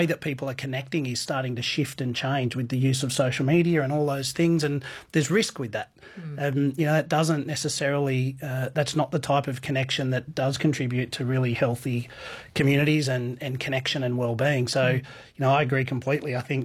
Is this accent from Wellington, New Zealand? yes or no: yes; Wellington, New Zealand; I remember as a kid, you know, growing up in Wellington, you know, we'd have lots of family and friends that would pop over.